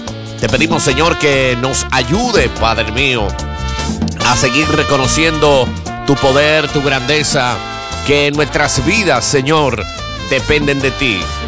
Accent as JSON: {"language": "Spanish", "country": "Dominican Republic", "said": "Dios, nuestra nación, República Dominicana, está en tus manos. Damos gracias, Señor, porque somos dominicanos."}